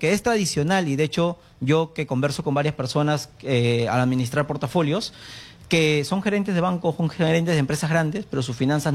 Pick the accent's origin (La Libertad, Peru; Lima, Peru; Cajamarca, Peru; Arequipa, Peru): Lima, Peru; born there; Yo nací acá en Lima, ya yo soy tercera generación.